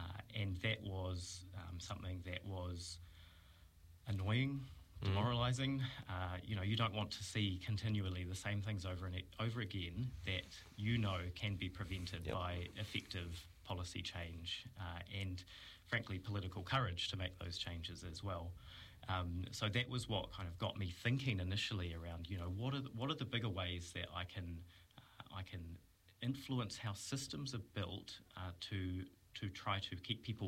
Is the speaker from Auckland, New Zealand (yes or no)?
no; Napier, Hawke's Bay, New Zealand; born there; also born or lived in Wairoa; when I was about 7-8 years old, my family moved to Napier.